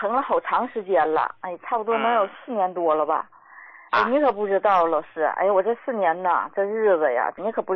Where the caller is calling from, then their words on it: Shaanxi, China; 我是陕西人，然后我今年72了。